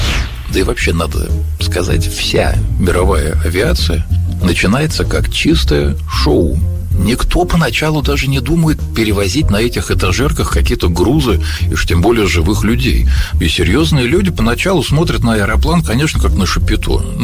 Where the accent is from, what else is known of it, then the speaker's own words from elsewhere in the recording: Moscow, Russia; а мы, москвичи, всенародного любимца, впервые видим за штурвалом в начале мая 1910 года